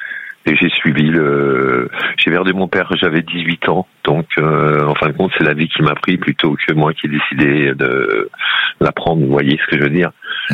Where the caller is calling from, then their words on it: Sèvres, Île-de-France, France; J'habite à Sèvres, à côté de Paris, dans la banlieue parisienne.